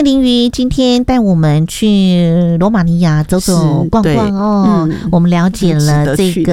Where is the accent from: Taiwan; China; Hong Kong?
Taiwan